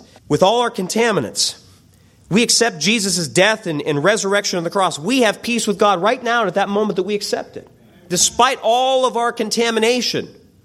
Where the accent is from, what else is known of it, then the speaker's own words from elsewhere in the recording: Pennsylvania, United States; I'm from the Pennsylvania area north of Pittsburgh, and in the city of Pittsburgh, there is a river system that the city grew up around.